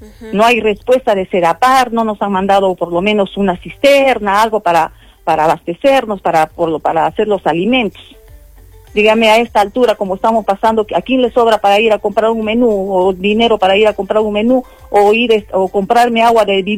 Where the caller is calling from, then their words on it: Peru; Yo vivo en Tahuantinsuyo, señorita.